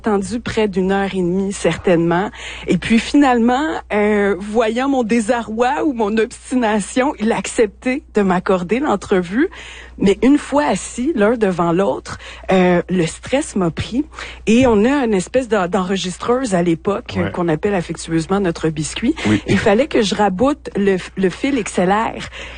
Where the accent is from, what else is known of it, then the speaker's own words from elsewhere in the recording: Haiti; accent: Haitian; Donc, vous entendez mon accent haïtien. Donc, c'est un enfant comme moi que ses parents sont nés en Haïti.